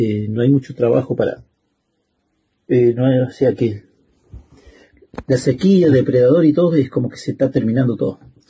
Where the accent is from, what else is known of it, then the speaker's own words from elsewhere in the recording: Campanario, Chubut, Argentina; Sí. Bueno, yo nací en Campanario. Uh-huh. Tengo más de 50 años, igual. Soy nacido y criado ahí, en Campanario, en el establecimiento donde estamos.